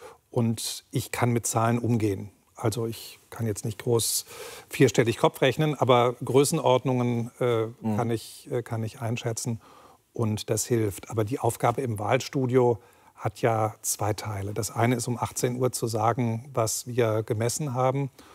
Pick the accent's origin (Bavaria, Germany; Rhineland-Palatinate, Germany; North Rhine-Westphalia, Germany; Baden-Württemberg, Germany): North Rhine-Westphalia, Germany; Solingen; born there; Aus meiner Geburtsstadt, ja.